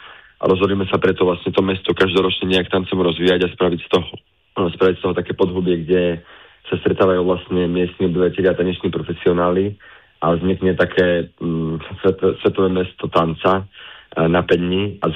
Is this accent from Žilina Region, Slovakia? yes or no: yes; Námestovo, Žilina Region, Slovakia; moved away; Námestovo je mesto, odkiaľ pochádzam ja, rovnako veľká časť organizačného tímu.